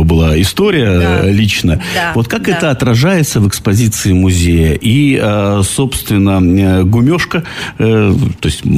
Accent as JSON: {"language": "Russian", "region": "Altai Krai", "country": "Russia", "said": "Я сам с Алтая"}